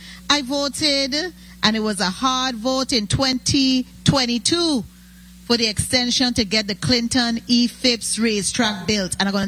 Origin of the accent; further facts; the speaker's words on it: St. Thomas, U.S. Virgin Islands; Even though I am from St. Thomas, born and raised, I am a Virgin Islander.